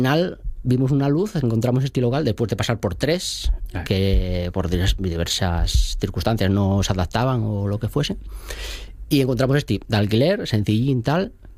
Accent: Asturias, Spain; Soy de La Nueva, iba a hacer un restaurante allí. Mi familia, parte de mi familia allí es de La Nueva. Y mi abuela vivía allí

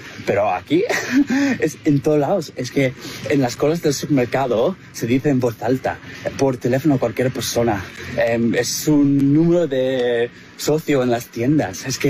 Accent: United States; now in Spain; soy estadounidense, llevo 2 años aquí. Y en Estados Unidos, el equivalente al DNI es el número de seguridad social.

